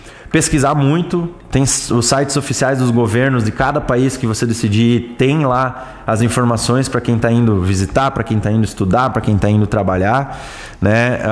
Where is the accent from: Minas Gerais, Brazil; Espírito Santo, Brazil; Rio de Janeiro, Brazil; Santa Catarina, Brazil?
Santa Catarina, Brazil; São Miguel do Oeste; moved away; Eu não sou natural de São Miguel, mas eu me considero miguelostino, porque eu vim pra cá com 6 anos de idade.